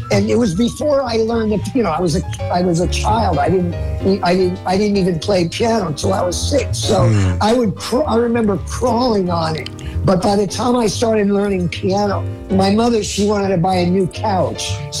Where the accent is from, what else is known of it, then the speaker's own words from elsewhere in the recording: New Jersey, United States; I'm from New Jersey